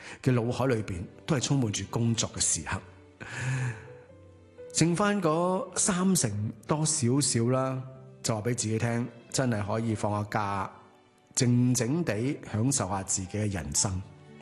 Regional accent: Hong Kong; 但係作为一个香港人，好多时候工作永远只要你肯放低嘅话，个电话都唔俾你放低。

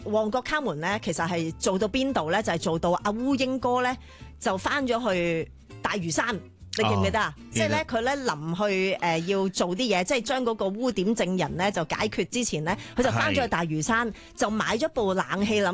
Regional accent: Hong Kong

